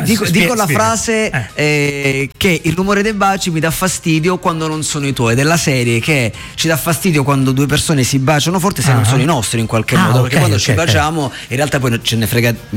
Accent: Calabria, Italy; now in Milan, Italy; Però ovviamente il mio cuore inevitabilmente ha delle radici molto molto forti con la mia terra natia, che è la Calabria.

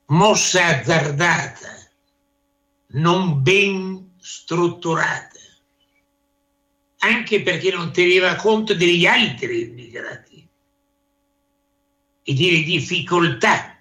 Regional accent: Venice, Veneto, Italy; sono un veneto di origine e in particolare un veneziano.

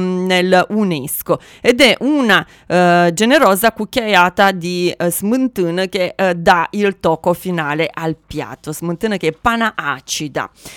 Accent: Iași, Iași County, Romania; moved away; questo magnifico distretto, che tra l'altro è la mia città d'origine

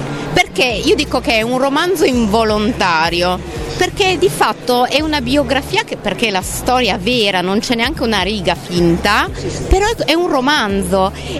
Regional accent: Piedmont, Italy; born there; I miei genitori sì, io sono già nata in Piemonte.

